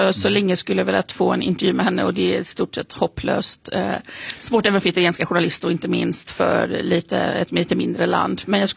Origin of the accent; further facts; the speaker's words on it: Falkenberg, Halland County, Sweden; moved away as an adult; now in Italy; Men nu var det ju där jag växte upp, så det är en roman som utspelar sig på framförallt 70- och 80-talet. Mm. Och där är Falkenbergs skådeplats.